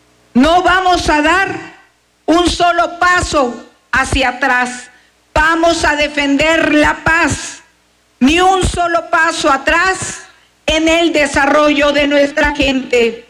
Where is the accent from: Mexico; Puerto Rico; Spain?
Mexico; San Cristóbal de las Casas, Chiapas